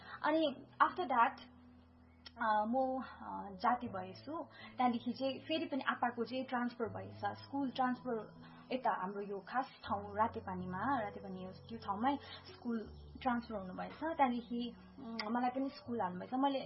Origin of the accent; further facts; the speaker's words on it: Ravangla, Sikkim, India; born there; मेरो I was born on 18 September 2000 सालमा राबोङला हस्पिटलमा म जन्मेको.